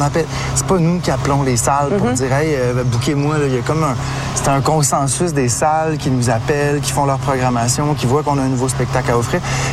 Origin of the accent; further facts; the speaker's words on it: Chicoutimi, Quebec, Canada; Mais j'ai des souvenirs merveilleux, surtout de mon enfance, mon adolescence au Saguenay-Lac-Saint-Jean.